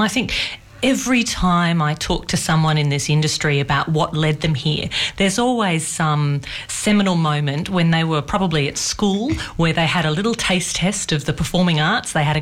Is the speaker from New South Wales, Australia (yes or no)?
yes; Sydney, New South Wales, Australia; also born or lived in Darwin; now in Canberra, Australia; Well, I'm originally from Sydney.